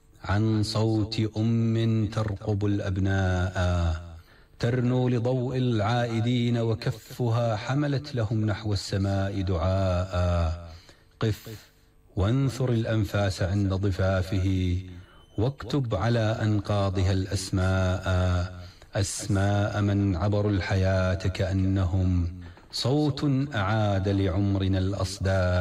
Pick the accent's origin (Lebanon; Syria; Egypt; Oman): Syria; Deir ez-Zor, Deir ez-Zor Governorate; moved away; وهو الأستاذ زياد الشملان ابن مدينتي وابن دير الزور